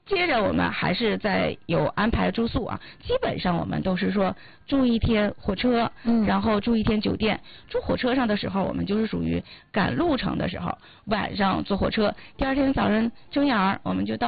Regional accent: Northeast China, China; 我觉得对于我们东北人来说，一个是草原，一个是大海，就大家都很向往。

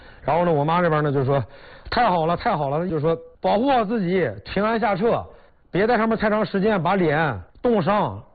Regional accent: Shijiazhuang, Hebei, China; 想到我的家乡啊石家庄，

